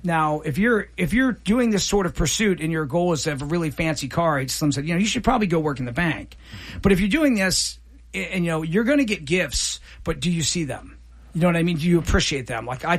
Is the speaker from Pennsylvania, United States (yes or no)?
no; Columbus, Ohio, United States; we grew up in Columbus, Ohio, right?